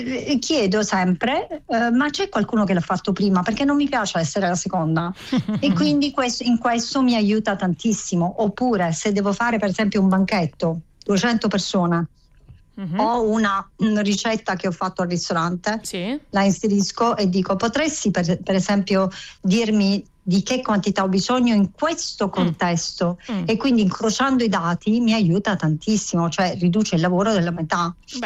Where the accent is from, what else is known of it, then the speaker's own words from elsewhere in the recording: Apulia, Italy; io sono pugliese e in questo momento mi trovo in Puglia